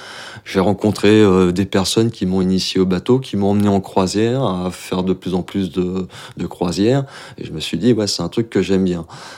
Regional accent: Saint-Denis, Île-de-France, France; also born or lived in Calais; now in Brittany, France; je suis né dans la plus grande ville bretonne, la plus à l'est, c'est-à-dire Saint-Denis. Voilà, et mes parents sont ces deux familles d'origine bretonne qui se sont rencontrées là-bas, et moi je suis revenu à la source.

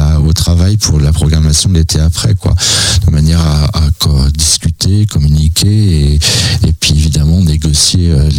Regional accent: Brittany, France; En tant que breton, j'étais même rancunier, terminé.

